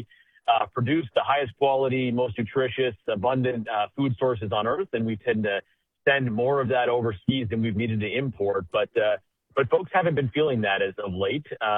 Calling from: Kentucky, United States; And I am calling in from Kentucky.

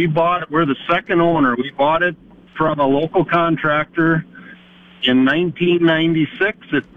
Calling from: Alexandria, Minnesota, United States; from Alexandria, Minnesota.

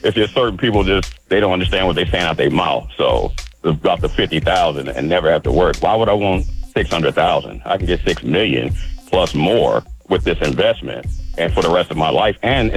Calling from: Atlanta, Georgia, United States; I'm calling from Atlanta.

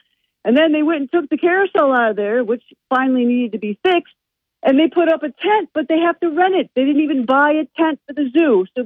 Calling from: Binghamton, New York, United States; from Binghamton.

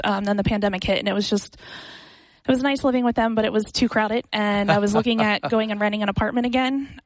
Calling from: Pennsylvania, United States; We're about an hour north of Philadelphia, Pennsylvania.

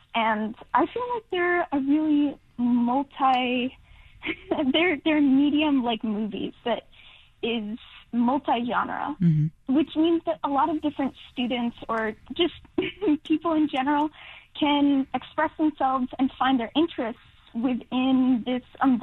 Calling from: Eagle Rock, California, United States; from Eagle Rock

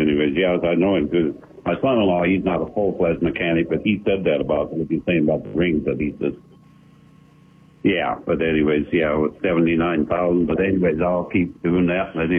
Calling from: Menominee, Nebraska, United States; Menominee, Nebraska.

